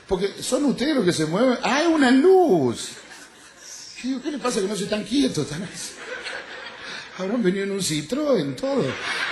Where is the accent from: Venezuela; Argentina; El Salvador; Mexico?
Argentina; Cruz del Eje, Córdoba; que soy de la República Argentina, de Córdoba exactamente, de la ciudad de Cruz del Eje. ¡No vale! Si no hubiera nacido en Cruz del Eje, le hubiera pedido a Dios y a la Virgen que me haga nacer en Cruz del Eje.